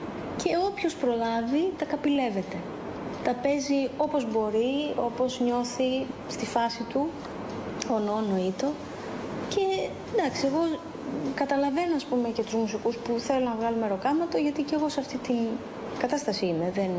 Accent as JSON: {"language": "Greek", "country": "Greece", "said": "ως Έλληνες"}